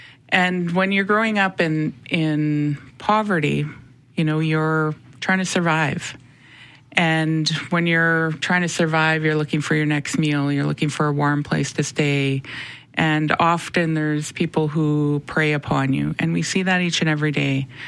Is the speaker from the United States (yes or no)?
no; Winnipeg, Manitoba, Canada; Born and raised in the north end of Winnipeg.